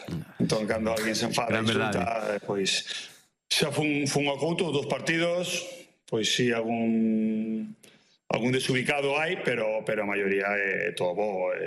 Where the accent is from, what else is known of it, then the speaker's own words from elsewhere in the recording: Ourense, Galicia, Spain; Non me podo comparar en ourensanismo a esa xente, pero son de Ourense, son ourensanista, obviamente, por lo que vivín. Eu iba con meu pai ao Couto nos 80.